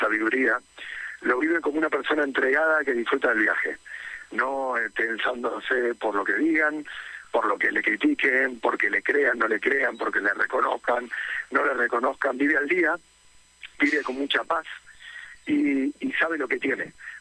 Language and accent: Spanish; Argentina; Soy argentino y puedo seguir hablando una hora, pero...